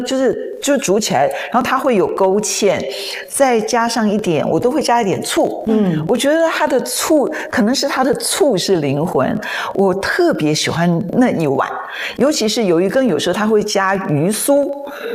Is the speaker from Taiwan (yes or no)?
yes; Zhonghe, New Taipei City, Taiwan; 我是在中和长大，新北市，以前叫台北县。